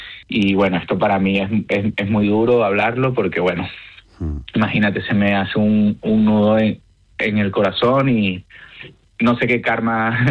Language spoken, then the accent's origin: Spanish; Caracas, Capital District, Venezuela; moved away; aunque que nací en Caracas, soy español de origen. O sea, yo siempre fui español. Yo nunca tuve que pedir la nacionalidad o hacer algún proceso para obtenerla. Uh-huh. Desde que nací, mi padre nació en Vigo